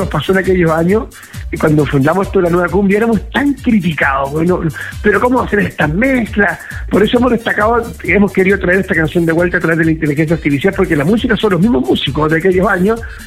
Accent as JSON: {"language": "Spanish", "town": "Santiago", "region": "Santiago Metropolitan Region", "country": "Chile", "lives_now": "Colina, Chile", "said": "Yo soy de Santiago, vivo aquí en la comuna de Colina, compadre, Colinense"}